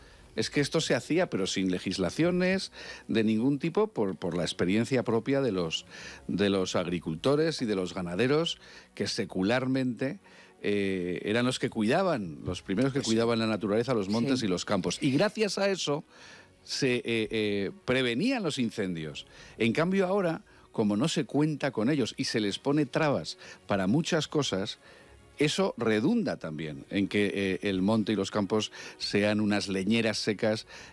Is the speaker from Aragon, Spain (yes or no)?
yes; Aragon, Spain; en mi tierra en Aragón